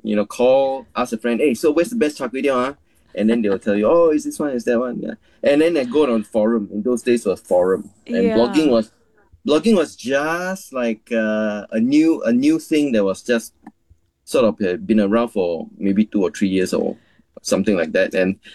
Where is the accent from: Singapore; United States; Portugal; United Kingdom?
Singapore